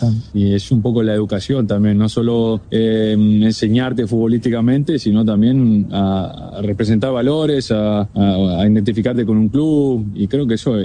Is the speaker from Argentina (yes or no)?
no; Uruguay; nosotros somos uruguayos.